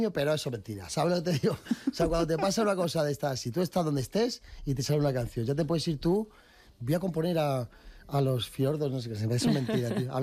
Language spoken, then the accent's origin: Spanish; Madrid, Community of Madrid, Spain; Yo soy de Madrid